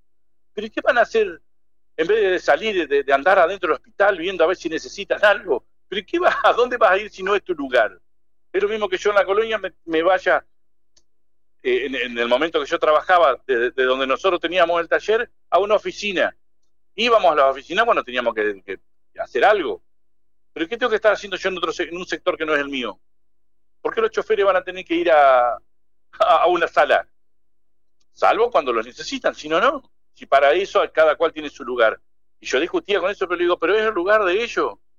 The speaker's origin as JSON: {"language": "Spanish", "region": "Entre Ríos", "country": "Argentina", "said": "nosotros somos argentinos y tomamos mate? Y entrerriano ni hablar"}